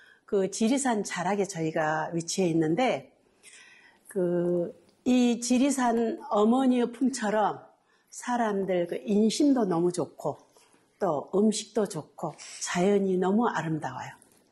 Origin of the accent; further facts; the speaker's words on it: Haenam, South Jeolla, South Korea; also born or lived in Cheongju / Gwangju; now in Gurye, South Korea; 원래는 저는 해남이고